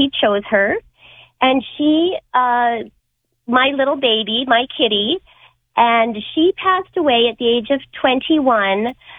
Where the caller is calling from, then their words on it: Edmonton, Alberta, Canada; I'm calling from Edmonton, Alberta.